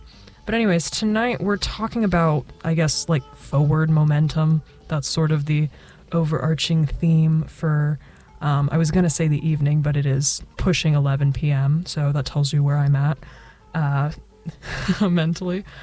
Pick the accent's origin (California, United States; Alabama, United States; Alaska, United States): California, United States; Fresno; now in Santa Barbara, United States; I always have one foot in the door in Fresno and one foot in the door in Santa Barbara.